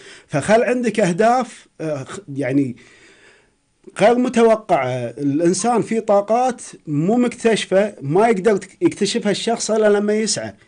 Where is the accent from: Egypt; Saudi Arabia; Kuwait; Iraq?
Kuwait